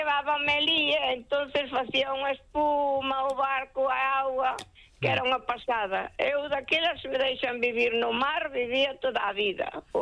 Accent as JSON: {"language": "Galician", "region": "Buenos Aires", "country": "Argentina", "tie": "born or raised there", "moved": "yes", "lives_now": "Spain", "said": "Home, ao mellor estando en Bos Aires, ao mellor alguna vez nos acercamos, ao mellor máis ben había un río ali cerca da nosa casa."}